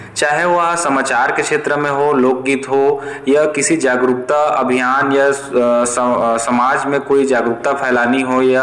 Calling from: Raigarh, Chhattisgarh, India; रायगढ़ छत्तीसगढ़ का निवासी हूं

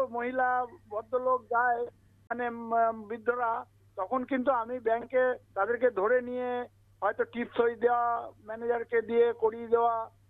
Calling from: Bardhaman, West Bengal, India

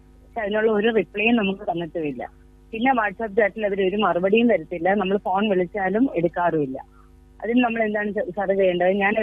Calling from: Aryanad, Kerala, India; ഞാൻ തിരുവനന്തപുരം ആര്യനാടിൽ നിന്നാണ് വിളിക്കുന്നത്.

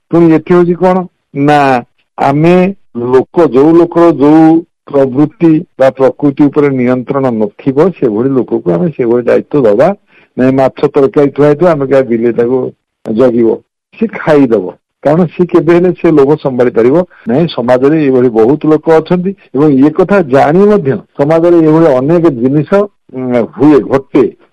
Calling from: Cuttack, Odisha, India; କଟକରୁ କହୁଛି। ଏଇଟା ଆମ ଓଡ଼ିଶାର ଗୋଟେ ଓଡ଼ିଆ ଭାଷାର ଗୋଟେ ପ୍ରବାଦ।

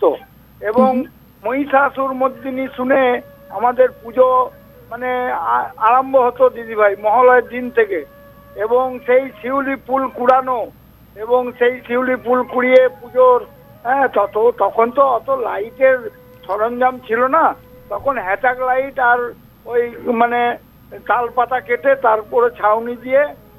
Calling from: Budhpur, West Bengal, India; আমি পশ্চিমবঙ্গের পূর্ব বর্ধমান জেলার বুধপুর থেকে

